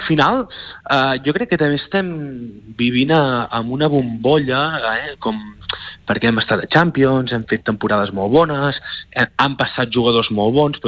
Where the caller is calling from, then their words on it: Girona, Catalonia, Spain